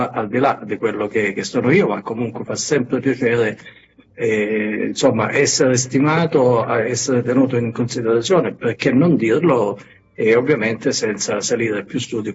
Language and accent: Italian; Sorianello, Calabria, Italy; Io sono nato proprio a Sorianello, perché all'epoca le nascite avvenivano più in casa che negli ospedali. E quindi io sono nato proprio a Sorianello. Poi sono rimasto a Sorianello, quindi fino alla terza elementare